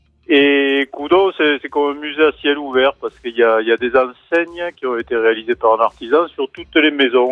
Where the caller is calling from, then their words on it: Fraisse-sur-Agout, Occitanie, France; Moi, j'habite à Fraye-sur-Agoude, c'est dans l'Hérault, et là, je suis actuellement à Coudon.